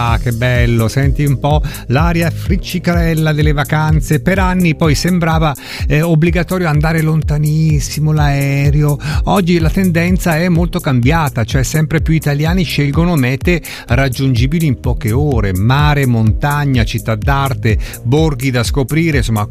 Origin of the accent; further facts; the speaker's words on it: Veneto, Italy; noi che siamo veneti, abitiamo in Veneto